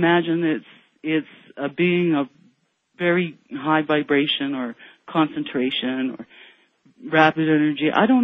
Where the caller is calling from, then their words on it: Calgary, Alberta, Canada; I'm calling from Calgary, QR77.